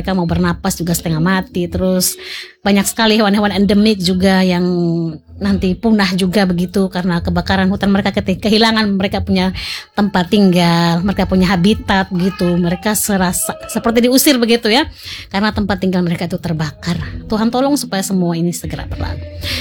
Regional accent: Waingapu, East Nusa Tenggara, Indonesia; beta juga orang Sumba, campuran sedikit ya, beta dari Sumba Timur. Iya, Waingapu.

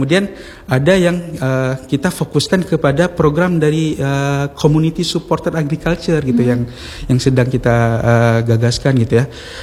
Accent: Aceh, Indonesia; kita Aceh ini

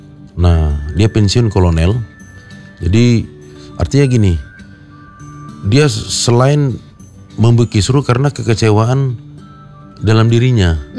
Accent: Medan, North Sumatra, Indonesia; now in Bogor, Indonesia; saya dari Medan asli loh, Mbak.

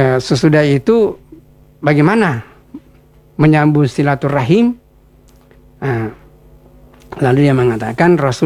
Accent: South Sulawesi, Indonesia; Kira-kira kita kalau kita orang Makassar atau orang Bugis, memaafkan orang yang berbuat zalim kepada kita tidak segampang itu ya, memaafkan orang.

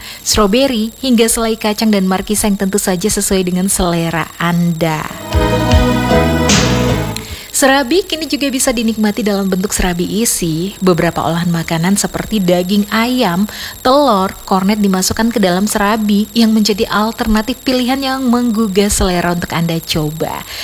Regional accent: Bangka Belitung Islands, Indonesia; Kalau kita orang Bangka ada serabi

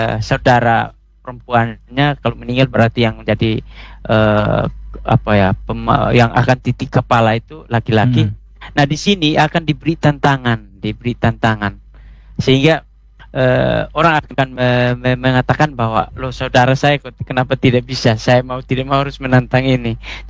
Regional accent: East Nusa Tenggara, Indonesia; istilah kami orang Atoni itu disebut dengan bunuh banu talas atau larangan untuk tidak boleh memetik kelapa

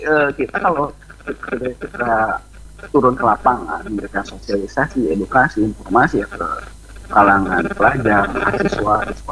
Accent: West Java, Indonesia; saya kan orang bukan asli Sangihe juga ya, saya dari Jawa Barat.

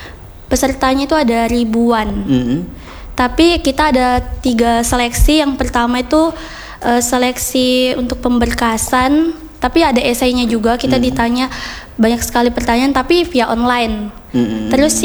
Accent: Nunukan, North Kalimantan, Indonesia; born or raised there

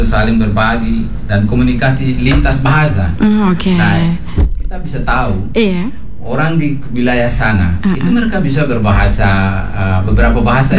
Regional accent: Indonesia; saya besar di Teluk

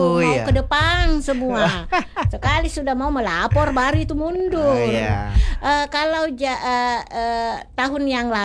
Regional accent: Bone, South Sulawesi, Indonesia; moved away; di Bone, terutama kampung saya itu

